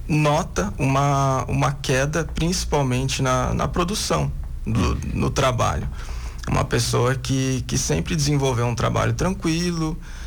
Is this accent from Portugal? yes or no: no; São Paulo, Brazil; now in Lages, Brazil; sou do interior de São Paulo.